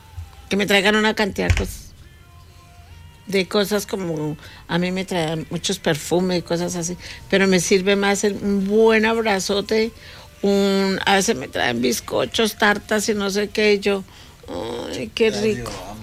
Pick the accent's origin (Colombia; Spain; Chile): Colombia; Así se habla en Colombia.